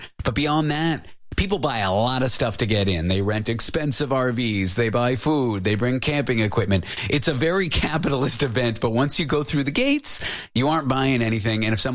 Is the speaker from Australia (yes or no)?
no; Canada; born there; moved away; also born or lived in United States; Well, I'm a born Canadian. I'm a naturalized. I'm an American by choice, as weird as that statement is. I don't know what the percentages are, though, but most of my life has been lived in Canada.